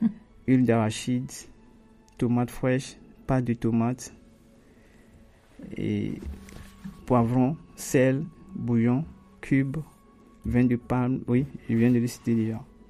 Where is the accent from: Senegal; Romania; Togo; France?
Togo; chez nous, en Afrique, bien au Togo